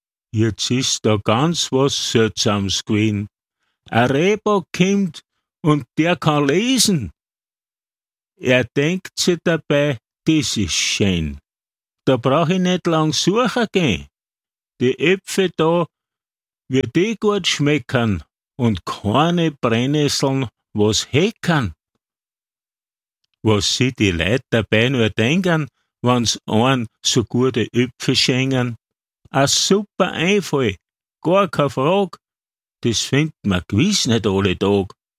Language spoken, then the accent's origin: German; Lower Austria, Austria; Sommerzeit gibt's bei uns daheim im Mostviertel die sogenannten Kloröpfe, wenn man so einen Baum im eigenen Garten hat.